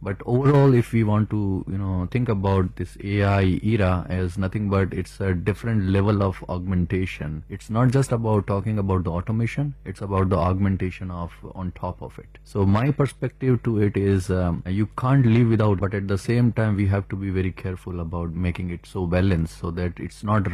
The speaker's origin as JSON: {"language": "English", "town": "Udaipur", "region": "Rajasthan", "country": "India", "tie": "born or raised there", "moved": "as an adult", "lives_now": "United States", "said": "when I grew up in Udaipur and studied there, and then later for the job reason I had to move from Udaipur to different places"}